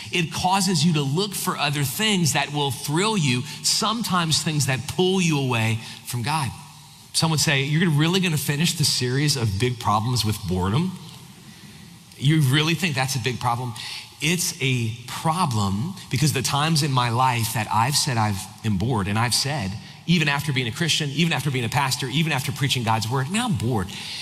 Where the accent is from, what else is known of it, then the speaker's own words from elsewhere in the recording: New Orleans, Louisiana, United States; I grew up in South Louisiana, New Orleans area.